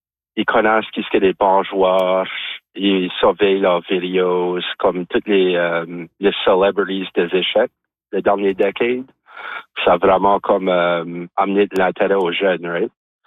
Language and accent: French; Moncton, New Brunswick, Canada; quand j'étais jeune, j'ai grandi à Moncton.